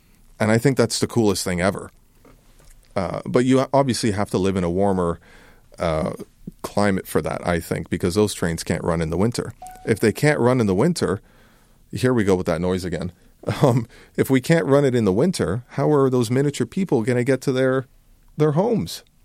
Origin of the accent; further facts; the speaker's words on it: Brampton, Ontario, Canada; I grew up in Brampton